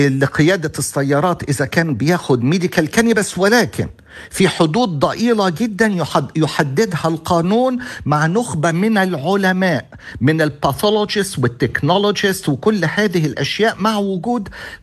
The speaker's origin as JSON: {"language": "Arabic", "country": "Egypt", "moved": "as an adult", "lives_now": "Australia", "said": "بما اني مصري اشجع طبعا المنتخب المصري واتمنى له الفوز، وبما اني استرالي منذ 40 عاما"}